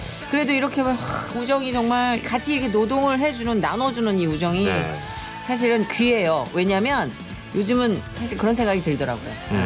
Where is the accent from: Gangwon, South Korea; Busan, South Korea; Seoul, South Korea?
Seoul, South Korea; 아, 저 서울이 고향이라 약간 고향이 서울이 아닌 타지방인 분들이 외로움도 있겠지만